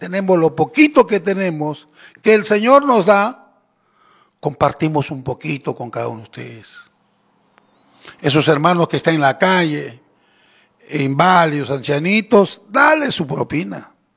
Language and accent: Spanish; Ilabaya, Tacna, Peru; born there; moved away; Mi pueblo que me vio nacer.